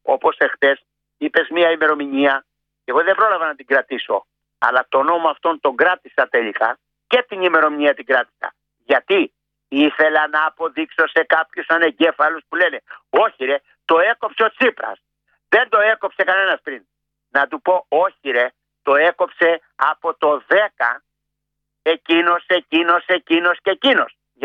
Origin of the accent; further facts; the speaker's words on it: Kalavryta, Western Greece, Greece; γιατί κατάγομαι από Πελοπόννησο, Μανώλη, και από Καλάβρητα